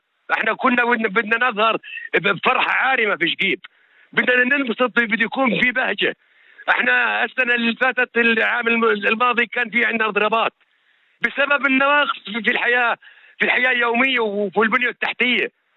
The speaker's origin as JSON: {"language": "Arabic", "region": "Southern District", "country": "Israel", "said": "احنا بالنسبة عندنا في النقب"}